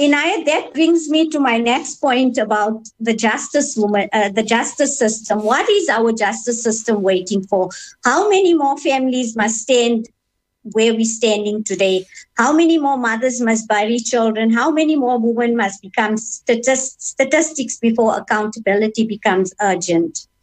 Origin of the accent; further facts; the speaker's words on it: East Rand, Gauteng, South Africa; I grew up on the East Rand.